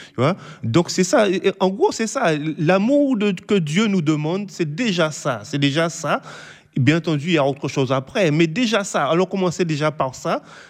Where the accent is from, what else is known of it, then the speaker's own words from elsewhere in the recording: Guadeloupe; je suis de la Guadeloupe.